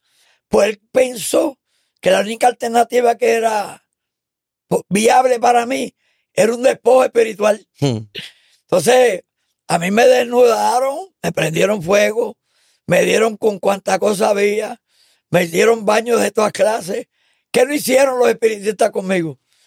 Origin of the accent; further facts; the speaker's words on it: Ponce, Puerto Rico; yo me crié en Ponce